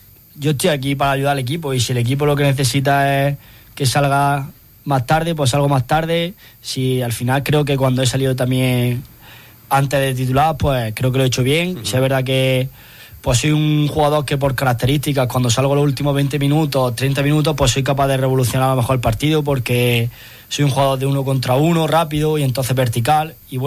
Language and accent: Spanish; Jaén, Andalusia, Spain; yo soy un jugador de la ciudad, soy del Real Jaén, aficionado del Real Jaén desde chico